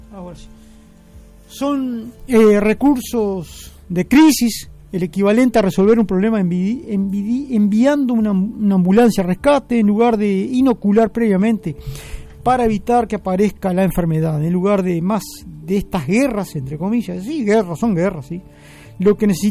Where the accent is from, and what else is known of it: Uruguay